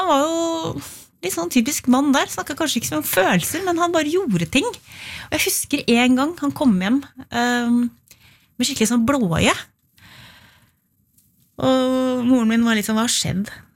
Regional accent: Re, Vestfold, Norway; Skolen var i Tønsberg, ja. Men jeg vokste opp i Re kommune på landet, utenfor Tønsberg.

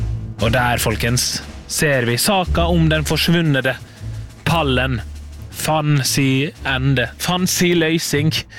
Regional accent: Møre og Romsdal, Norway; accent: Sunnmøre; og som du hører på dialekten min så jeg sunnmøring.

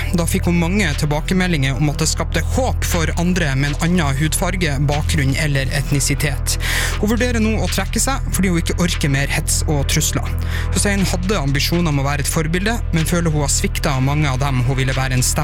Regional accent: Sandnessjøen, Nordland, Norway; Fra Sandnessjøen, rett siden av fjellet.

